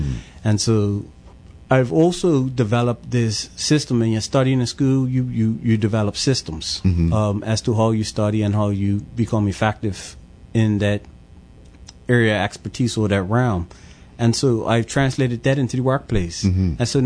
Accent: Pembroke, Bermuda; growing up in Pembroke, you then associate yourself with the community associations and the community clubs in Pembroke.

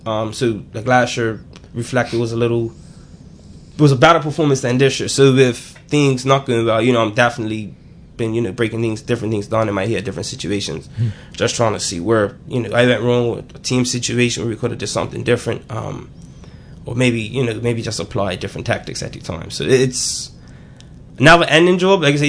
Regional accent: St. George's, Bermuda; being born and raised in St. George's.

